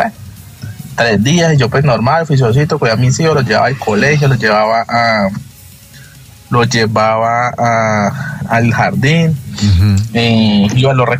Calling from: Neiva, Huila, Colombia; nosotros somos de Neiva

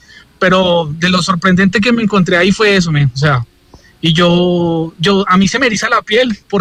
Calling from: Bogotá, Colombia; me comunico de acá de Bogotá.

